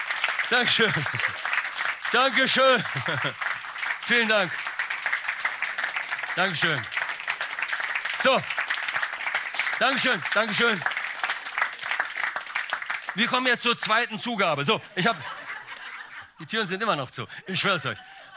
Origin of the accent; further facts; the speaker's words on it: Bonn, North Rhine-Westphalia, Germany; Leute, ich komme original aus dem Ghetto, aus von Tannenbusch.